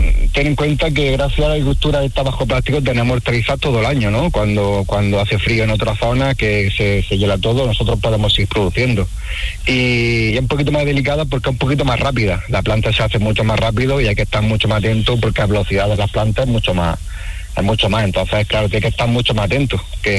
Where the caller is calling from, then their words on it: Níjar, Andalusia, Spain; yo soy agricultor, estoy en la zona de Níjar, Almería